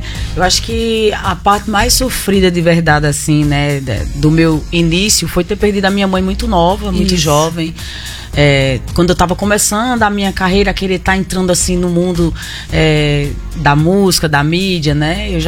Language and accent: Portuguese; Paraíba, Brazil; also born or lived in Rio de Janeiro / Minas Gerais; now in Mossoró, Brazil; nasci no Rio, passei 4 anos no Rio, depois fui morar 1 ano em Minas Gerais e de lá eu fui pra Itaperuá, Paraíba, que foi aonde eu realmente falo que eu me criei. Eu sou carioca, nascida, mas eu me criei mesmo assim, tudo na Paraíba, né? Então me considero nordestina, me considero paraibana